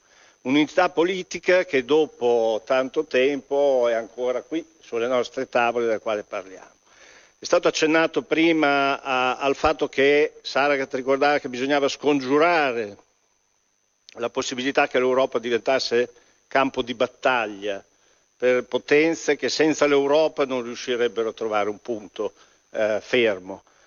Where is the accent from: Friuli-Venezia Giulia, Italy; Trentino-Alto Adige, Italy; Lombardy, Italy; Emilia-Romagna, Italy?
Emilia-Romagna, Italy; Molinella; io vengo da Molinello, un comune della provincia di Bologna